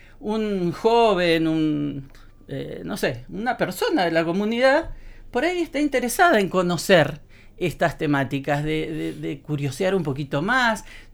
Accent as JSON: {"language": "Spanish", "town": "Viale", "region": "Entre Ríos", "country": "Argentina", "said": "Soy de Viale"}